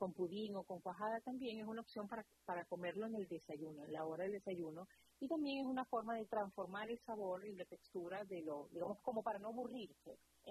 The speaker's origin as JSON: {"language": "Spanish", "region": "Zulia", "country": "Venezuela", "said": "mi tierra, de donde yo soy, del Zulia, se produce uno de los mejores cacao del mundo, en el sur del lago de Venezuela"}